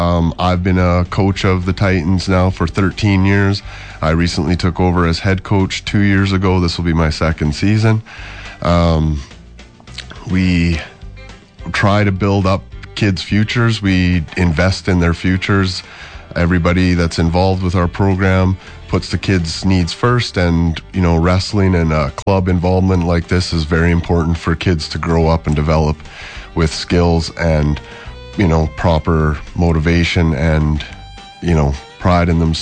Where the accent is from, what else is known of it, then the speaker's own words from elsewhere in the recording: Eston, Saskatchewan, Canada; moved away; I wrestled for a long time in my hometown of Eston. It was a small town, but was big in the wrestling community.